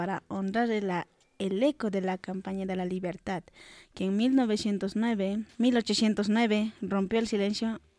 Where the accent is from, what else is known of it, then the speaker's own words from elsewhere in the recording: Bolivia; Chuquisaca no solo dio una fecha, nos dio una identidad como bolivianos.